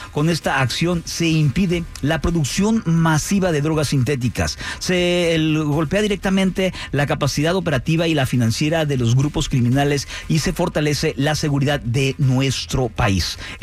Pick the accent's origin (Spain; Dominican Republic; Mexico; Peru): Mexico; funcionaba como un símbolo pequeñito de nuestra cultura, de cómo somos los mexicanos.